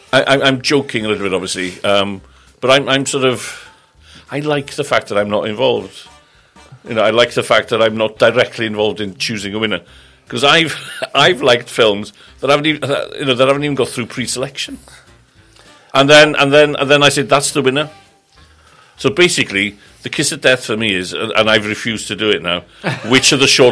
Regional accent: Wales, United Kingdom; obviously I'm Welsh.

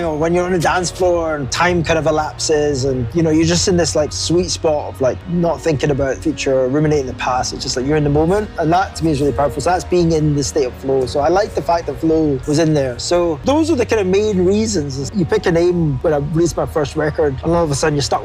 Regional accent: Glasgow, Scotland, United Kingdom; I was born in Glasgow, so I'm Glaswegian. Lived here till I went to University in Edinburgh, did that, fled back to Glasgow as quickly as I possibly could after the degree.

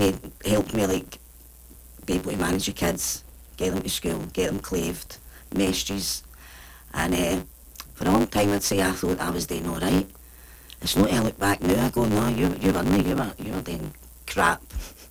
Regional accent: Glasgow, Scotland, United Kingdom; I'm from Easterhouse there.

